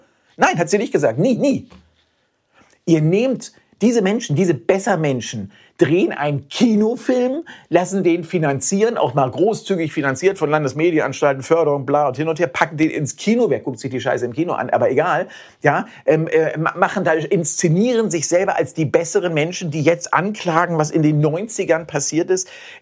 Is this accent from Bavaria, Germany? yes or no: no; Hamburg, Germany; moved away; also born or lived in Cologne; als Hamburger Heterosexuelle